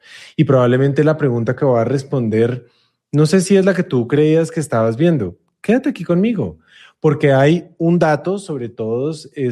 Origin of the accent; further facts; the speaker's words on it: Colombia; moved away; Yo soy colombiano